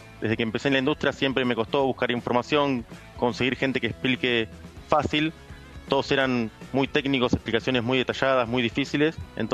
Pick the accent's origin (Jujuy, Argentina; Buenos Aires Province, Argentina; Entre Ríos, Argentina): Buenos Aires Province, Argentina; Mar del Plata; yo nací en Mar del Plata, viví ahí, estudié ahí ingeniería industrial, me recibí.